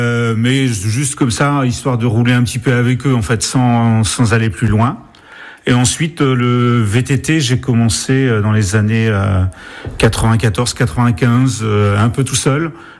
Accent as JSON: {"language": "French", "region": "Brittany", "country": "France", "tie": "born or raised there", "also_born_or_lived": "Côtes-d'Armor"}